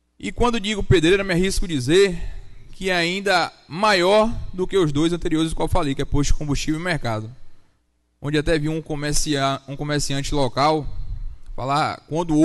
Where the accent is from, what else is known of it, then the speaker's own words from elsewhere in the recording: Itatim, Bahia, Brazil; born there; daquele povoado, do departamento, minha terra